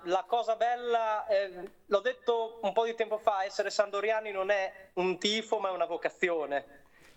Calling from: Bologna, Emilia-Romagna, Italy; io sono di Bologna

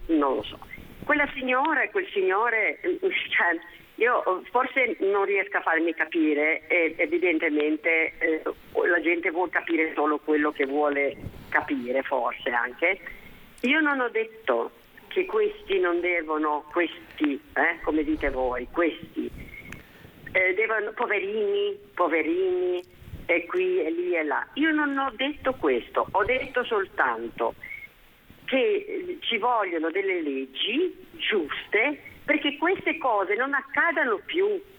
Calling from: Genoa, Liguria, Italy; siamo bianchi e siamo di Genova e siamo

